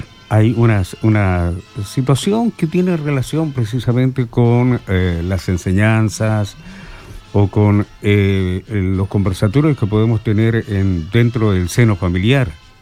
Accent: Chile

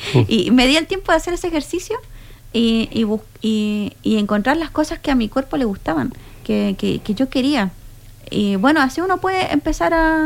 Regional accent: Chile; No le puedo decir que soy chilena porque es mi nacionalidad

